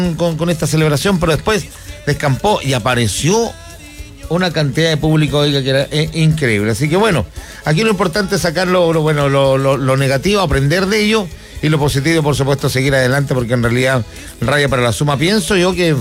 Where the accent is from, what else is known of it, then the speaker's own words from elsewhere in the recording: Chile; Usted sabe cómo somos chaqueteros los chilenos